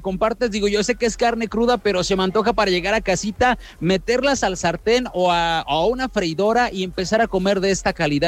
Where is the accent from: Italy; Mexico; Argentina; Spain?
Mexico